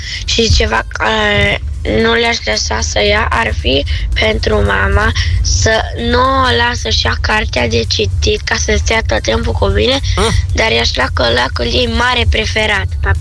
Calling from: Timișoara, Timiș County, Romania; din Timișoara.

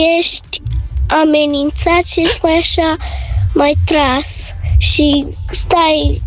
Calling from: Florești, Romania; din Florești.

